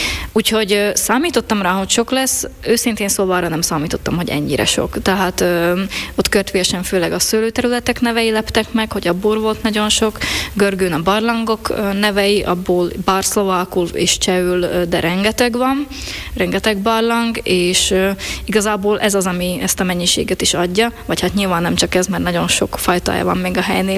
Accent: Jablonov nad Turňou, Košice Region, Slovakia; bár Jablonca most egy kicsit így ezáltal a szülőfaluma háttérbe került

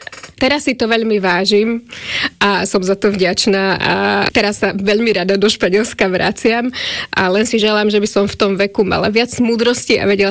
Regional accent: Senica, Trnava Region, Slovakia; pochádzam zo Senice, mám 40 rokov. Na strednú školu som chodila na gymnázium Ladislava Novomestského v Senici.

